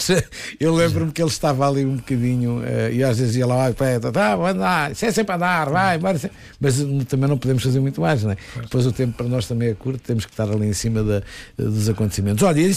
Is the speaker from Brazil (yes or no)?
no; Seda, Alentejo, Portugal